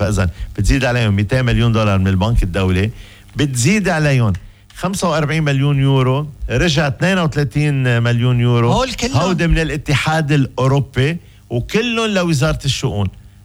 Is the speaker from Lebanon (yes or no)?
yes; Lebanon